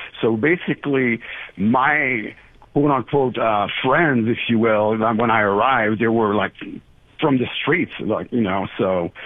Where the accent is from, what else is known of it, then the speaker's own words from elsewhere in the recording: Quebec City, Quebec, Canada; English is a second language; Yeah, so I grew up in Quebec City, which a city called Charlebourg. So that's another challenge that I had, which was I didn't speak English that well.